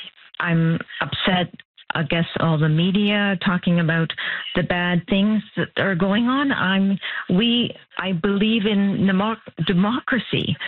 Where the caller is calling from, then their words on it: Toronto, Ontario, Canada; also born or lived in United States / Asia; I'm calling from Toronto, Ontario. I have lived in the U.S. I've lived in Asia. I'm now living in Toronto.